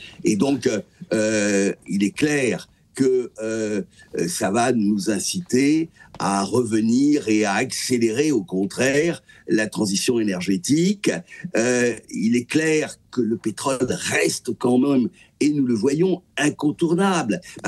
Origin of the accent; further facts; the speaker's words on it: South-West, France; Il se trouve que je suis du Sud-Ouest